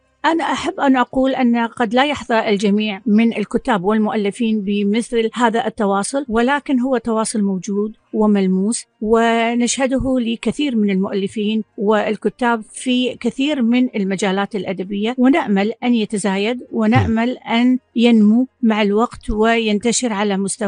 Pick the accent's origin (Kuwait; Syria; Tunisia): Kuwait; عندنا في الكويت وفي دول الخليج